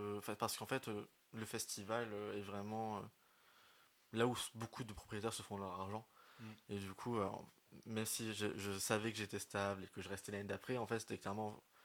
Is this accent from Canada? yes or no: no; Douai, Hauts-de-France, France; je suis ch'ti, je viens de Douai, et Douai, c'est une ville où il y a plein de petits commerces par-ci par-là